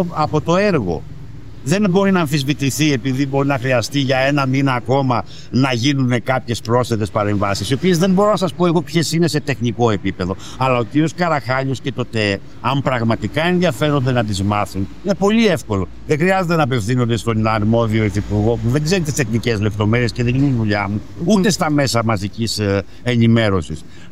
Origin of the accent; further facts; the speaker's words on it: Patras, Western Greece, Greece; το γνωρίζουμε και οι δύο γιατί είμαστε πατρινοί, εσείς είστε λίγο μικρότεροι, αλλά εγώ είμαι λίγο μεγαλύτερος